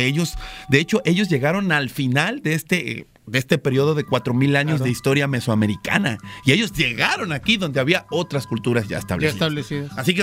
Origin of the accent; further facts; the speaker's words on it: Veracruz, Mexico; moved away; a mi gente hermosa de allá de la Defensa de Veracruz, mi terruño